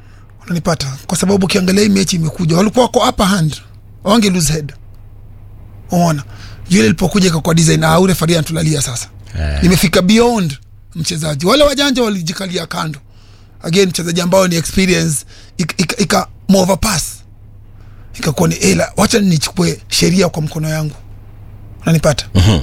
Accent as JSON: {"language": "Swahili", "region": "Nairobi", "country": "Kenya", "said": "tumetoka Maringo."}